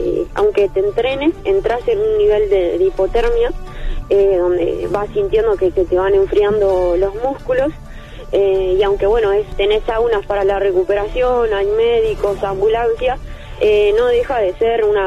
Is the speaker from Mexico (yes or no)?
no; General Roca, Río Negro, Argentina; Yo soy de Río Negro, de General Roca